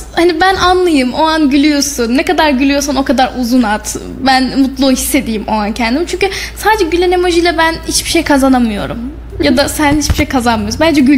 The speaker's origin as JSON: {"language": "Turkish", "region": "Kayseri", "country": "Turkey", "accent": "Kayseri dialect"}